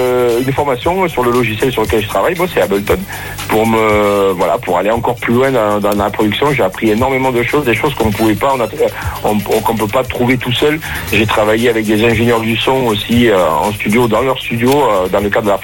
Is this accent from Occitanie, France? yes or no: yes; Occitanie, France; born there; dans le Tarn. C'est un petit village, mais la fête, elle est juste énormissime.